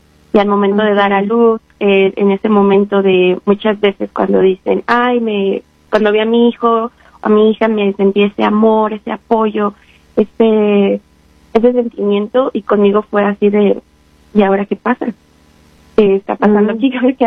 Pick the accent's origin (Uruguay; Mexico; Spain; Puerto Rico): Mexico; Apizaco, Tlaxcala; soy mexicana del estado de Tlaxcala, es el estado más chiquito que se encuentra en la República Mexicana, en la ciudad de Apitaco.